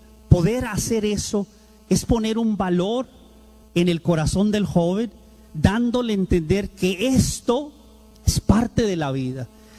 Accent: Tijuana, Baja California, Mexico; born there; Yo nací aquí en Tijuana. Por supuesto, una madre soltera fue la que me crió.

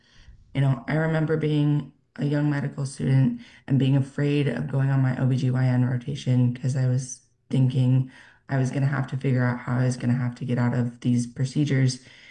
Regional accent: Arizona, United States; also born or lived in Washington / Denver; now in Idaho, United States; I'm originally from Arizona. Like I said, trained out in Washington, lived in Denver for a little while.

